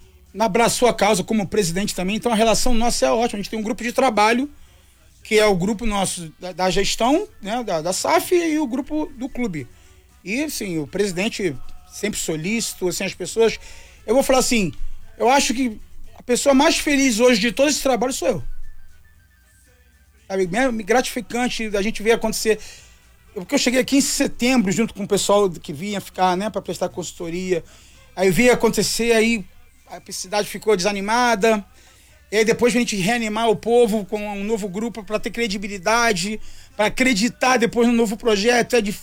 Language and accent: Portuguese; Rio de Janeiro, Brazil; moved away as an adult; now in Minas Gerais, Brazil; eu sou do Rio de Janeiro